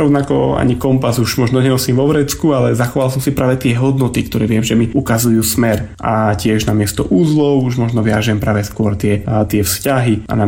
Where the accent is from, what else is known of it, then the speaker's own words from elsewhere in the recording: Vyšné Ružbachy, Prešov Region, Slovakia; v našej obci, tam odkiaľ pochádzam, vo Vyšných Ružbachoch